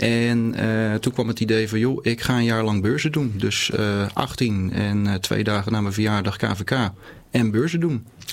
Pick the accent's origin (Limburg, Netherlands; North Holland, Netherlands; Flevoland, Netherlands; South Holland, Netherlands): South Holland, Netherlands; Gouda; born there; Ja, Gouda mijn geboortestad dus. Dus ik heb eigenlijk al mijn familie hier wonen.